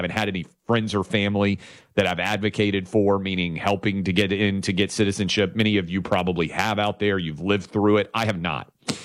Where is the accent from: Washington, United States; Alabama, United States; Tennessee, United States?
Tennessee, United States